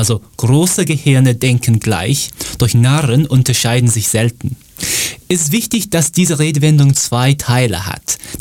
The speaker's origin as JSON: {"language": "German", "region": "North West England", "country": "United Kingdom", "second_language": "German", "said": "Das war ein traditionelles Fischerlied aus meinem Heimatland, dem Vereinigten Königreich, was in meiner Region, dem Nordwesten, sehr beliebt ist."}